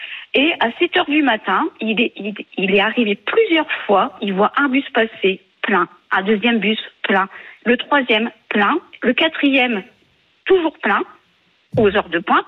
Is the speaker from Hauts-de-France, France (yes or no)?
yes; Valenciennes, Hauts-de-France, France; Oui, je suis de Valenciennes.